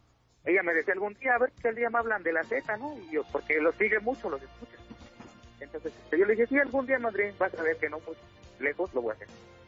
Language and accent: Spanish; Mexico City, Mexico; Pues soy nativo de aquí.